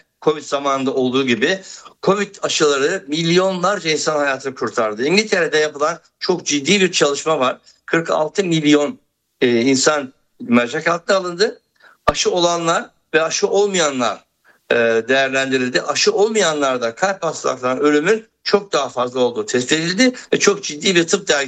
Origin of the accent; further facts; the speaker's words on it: Erzurum, Turkey; Bana çay konusunda kötü bir şey söyletemezsiniz. Ben çünkü Erzurumluyum.